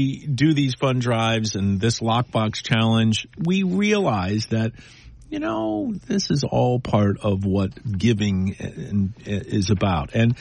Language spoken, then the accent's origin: English; Easthampton, Massachusetts, United States; An anonymous of East Hampton, Massachusetts, my hometown.